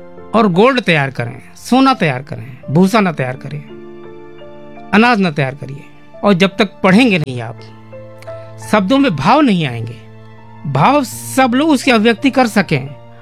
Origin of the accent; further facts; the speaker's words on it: Gonda, Uttar Pradesh, India; moved away as an adult; now in Gorakhpur, India; यहाँ की माटी, यहाँ की बोली, यहाँ की भाषा मेरे मन से कभी नहीं जा सकता। जब मैं कभी गोंडा आता हूँ मुझे मेरा बचपन याद आ जाता है